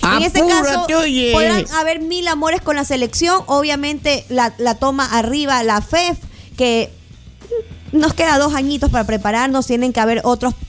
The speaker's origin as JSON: {"language": "Spanish", "country": "Ecuador", "said": "Mire cómo somos los ecuatorianos."}